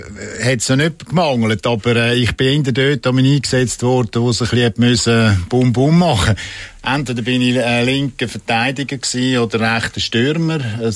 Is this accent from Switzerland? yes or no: yes; Zurich, Switzerland; Aber mit den Bündner war wirklich lässig gewesen, auch als Zürcher.